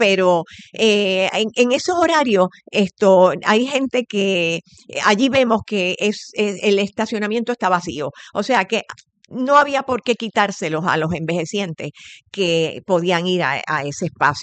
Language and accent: Spanish; Río Piedras, San Juan, Puerto Rico; yo vengo de Río Piedras y hay gente que viene hasta de Trujillo Alto y van todos los días.